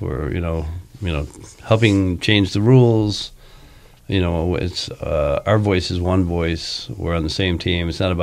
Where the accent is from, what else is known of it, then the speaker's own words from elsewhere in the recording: Chicago, Illinois, United States; I grew up poor on the northwest side of Chicago.